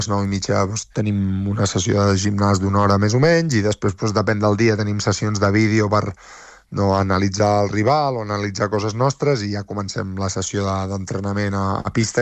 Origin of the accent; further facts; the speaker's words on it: Catalonia, Spain; now in Mexico; d'on soc, de Catalunya